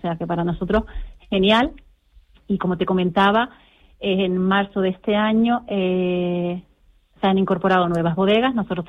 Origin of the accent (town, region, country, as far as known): Canary Islands, Spain